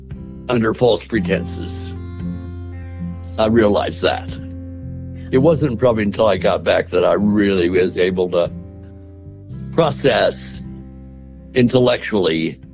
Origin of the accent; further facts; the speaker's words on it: United States; I grew up in Johnson County, so I had a pretty vanilla life at that point in my life.